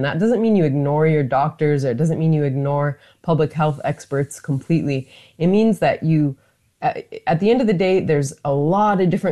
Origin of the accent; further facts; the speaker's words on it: Northern Plains, United States; So for example, I'm from the Northern Plains, so how I can't eat a bison diet in the way that my ancestors did